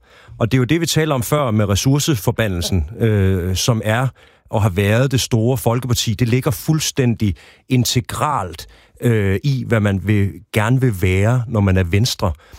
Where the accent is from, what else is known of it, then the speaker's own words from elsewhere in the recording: Central Denmark Region, Denmark; now in Hellerup, Denmark; jeg er vokset op i Vestjylland, jeg er søn af forældre, der ikke havde en gymnasial uddannelse.